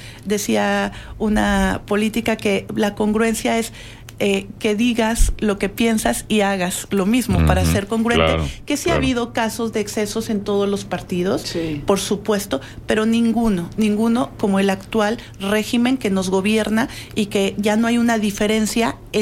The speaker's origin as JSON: {"language": "Spanish", "region": "Zacatecas", "country": "Mexico", "said": "yo soy de Zacatecas"}